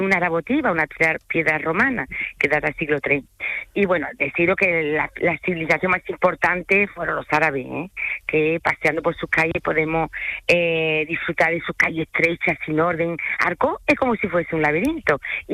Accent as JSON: {"language": "Spanish", "country": "France", "said": "Porque soy francesa, aunque no se me note, todo el mundo me lo dice."}